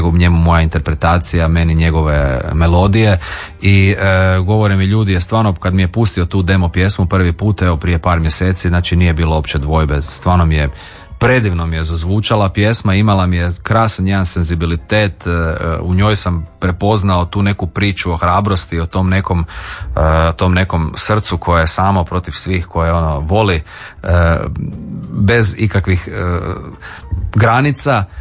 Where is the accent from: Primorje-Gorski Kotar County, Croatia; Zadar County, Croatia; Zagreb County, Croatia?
Zagreb County, Croatia; Zaprešić; u mom rodnom kraju, u Zaprešićkom kraju, točno, baš ono u Zaprešiću.